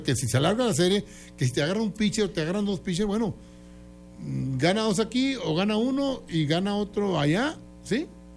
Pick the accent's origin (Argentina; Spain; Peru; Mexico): Mexico; Delicias, Chihuahua; nosotros pensamos eso porque somos de aquí de Delicias, estamos en el equipo de los Algodoneros.